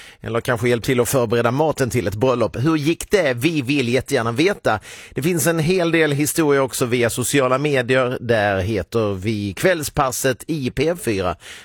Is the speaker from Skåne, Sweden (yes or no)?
yes; Skåne, Sweden; Jag säger ön, för jag är skåning.